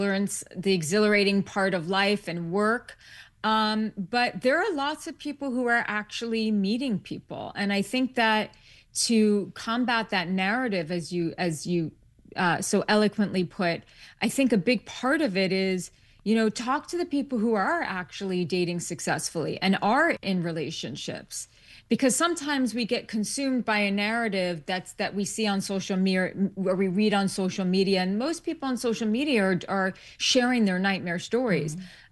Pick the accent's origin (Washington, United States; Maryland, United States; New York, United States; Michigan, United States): New York, United States; New York City; born or raised there